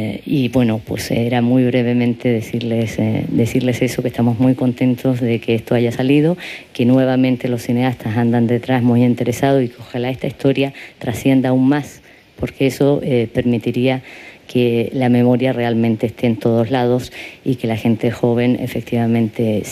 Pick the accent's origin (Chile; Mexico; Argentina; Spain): Chile; Yo soy chilena